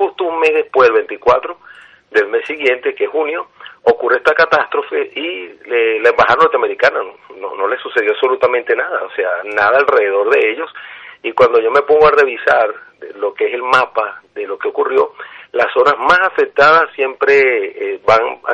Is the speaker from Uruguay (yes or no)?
no; La Guaira, Venezuela; born there; moved away; nací en La Guaira.